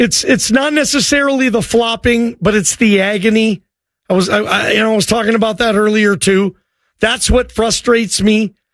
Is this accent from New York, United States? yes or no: no; Seattle, Washington, United States; I grew up with soccer in Seattle.